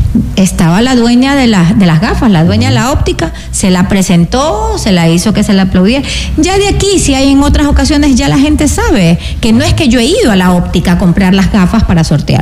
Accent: Guayaquil, Guayas, Ecuador; moved away as an adult; yo soy guayaquileña, llegué hace muchos años aquí a la ciudad

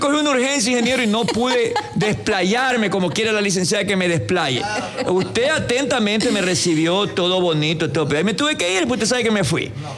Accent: Quito, Pichincha, Ecuador; Usted es quevedeño. Usted sabe, yo soy quiteño.

